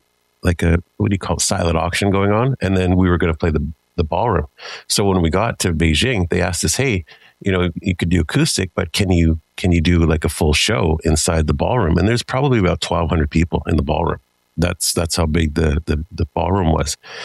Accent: Canada; I'm from Forest First Nations.

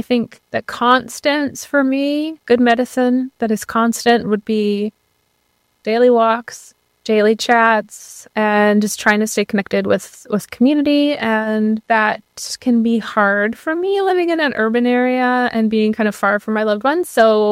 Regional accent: Saskatchewan, Canada; moved away as an adult; now in Vancouver, Canada; I'm currently living in Vancouver. I'm originally from Musqueam First Nation in Treaty 6 territory, North Central Saskatchewan. I'm Métis Cree on my mom's side and of European settler descent on my father's side.

